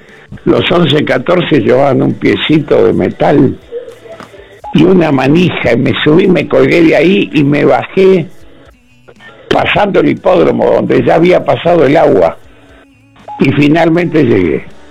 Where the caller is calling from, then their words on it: San Bernardo, Argentina; de San Bernardo